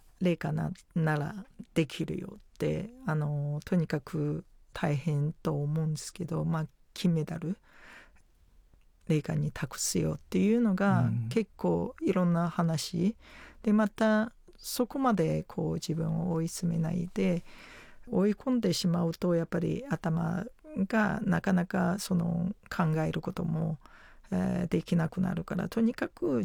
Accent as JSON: {"language": "Japanese", "country": "China", "tie": "born or raised there", "second_language": "Japanese", "moved": "yes", "lives_now": "Japan", "said": "元私も中国出身ですから、"}